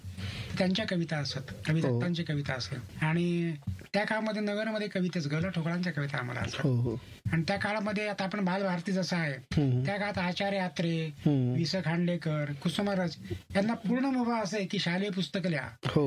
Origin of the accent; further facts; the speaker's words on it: Sonai, Maharashtra, India; also born or lived in Nevasa; माझं बालपणी सोनईत गेलं